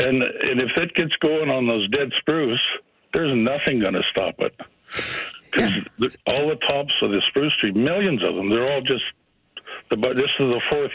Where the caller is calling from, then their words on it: Ontario, Canada; I'm in Nebing, South Gillis next.